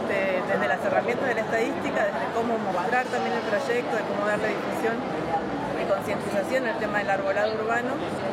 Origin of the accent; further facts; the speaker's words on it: Quimilí, Santiago del Estero, Argentina; nosotros venimos de Quimilí, del Colegio Agrotécnico de Quimilí